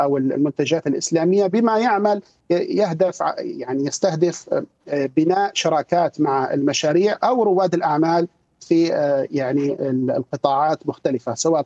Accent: Syria; now in Kuwait; انا كمغترب سوري مقيم في الكويت

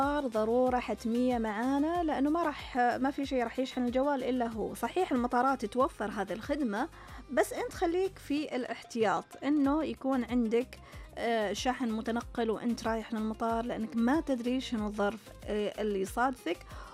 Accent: Saudi Arabia

